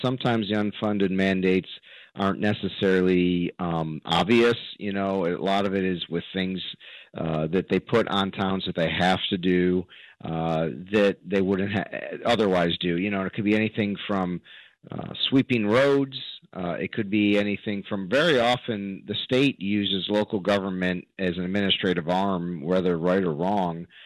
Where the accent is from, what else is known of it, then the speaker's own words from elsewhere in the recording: Glenville, New York, United States; So, for example, the town of Glenville, my hometown, has a village of Scotia within it.